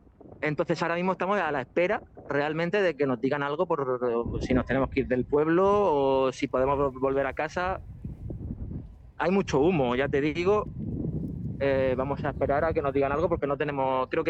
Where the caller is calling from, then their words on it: Murcia, Region of Murcia, Spain; estoy justamente en los Garres, yo soy vecino de aquí